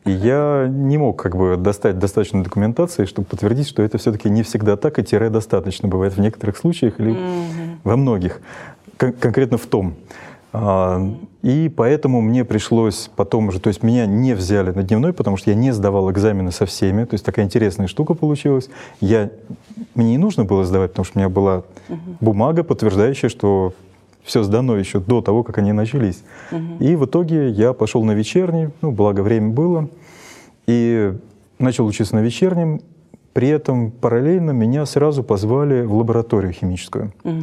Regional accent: Moscow, Russia; родился я в Москве, почти в самом центре, недалеко от Лужников.

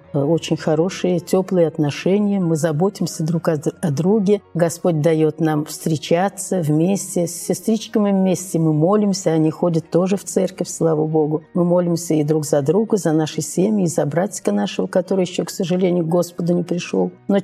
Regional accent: Nizhny Novgorod, Nizhny Novgorod Oblast, Russia; born there; Я родилась в Нижнем Новгороде. Мне уже 72 года.

